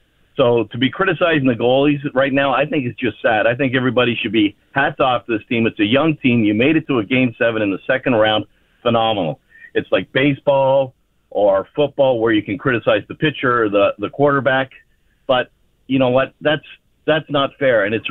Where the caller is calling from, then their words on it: Toronto, Ontario, Canada; I'm calling from Toronto.